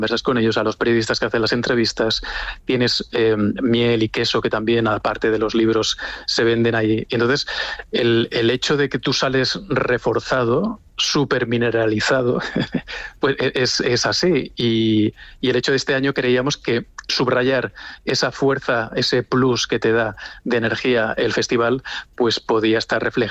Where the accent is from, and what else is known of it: Extremadura, Spain